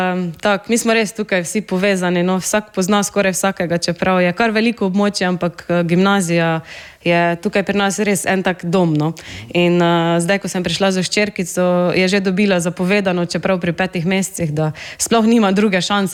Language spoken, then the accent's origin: Slovenian; Prlekija, Slovenia; Ste v bistvu v centru Prlekije v Ljutomeru, kjer smo mi kot Prleki